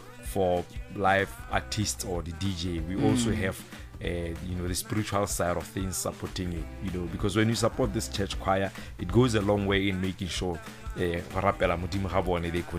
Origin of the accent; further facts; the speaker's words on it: Botswana; I'm from Botswana